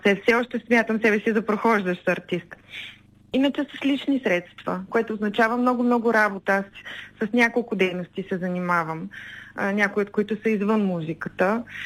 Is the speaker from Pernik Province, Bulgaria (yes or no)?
no; Sofia, Sofia City, Bulgaria; Имам далечни корени в Бургас. По принцип съм от София